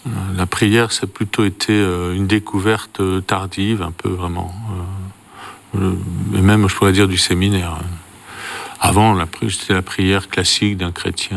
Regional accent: Cambrai, Hauts-de-France, France; also born or lived in Thiérache; now in Le Creusot, France; Oui, enfance à Cambrai.

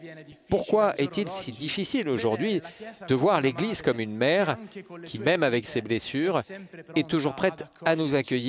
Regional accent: Paternò, Sicily, Italy; j'ai 22 ans et je viens de Paterno, un petit village de Sicile.

